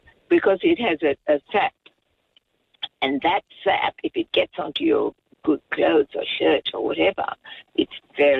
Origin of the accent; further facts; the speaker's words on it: Singapore; moved away; I grew up in Singapore